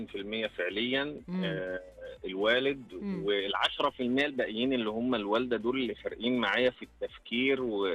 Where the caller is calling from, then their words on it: Mansoura, Dakahlia, Egypt; انا من المنصوره